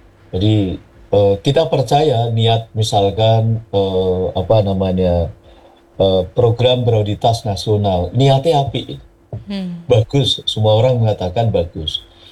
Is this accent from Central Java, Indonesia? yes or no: yes; Blora, Central Java, Indonesia; saya ini lahir di Desa Ledok, Kecamatan Sambong, Kabupaten Blora. Yang dulu ketika usia saya sekarang 62, ketika SD